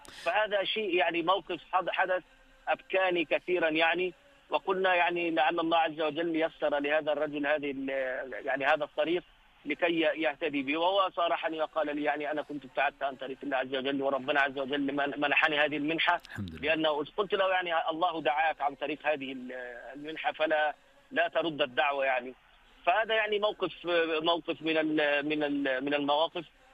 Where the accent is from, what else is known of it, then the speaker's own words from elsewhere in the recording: Egypt; now in Amsterdam, Netherlands; أنا أصلا من مصر